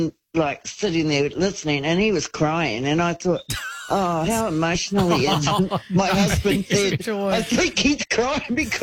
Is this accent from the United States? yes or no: no; New Zealand; I'm from Kiwi land as well.